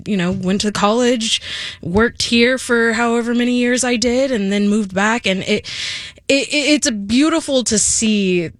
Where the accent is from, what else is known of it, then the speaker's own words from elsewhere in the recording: Central Valley, California, United States; growing up in the Central Valley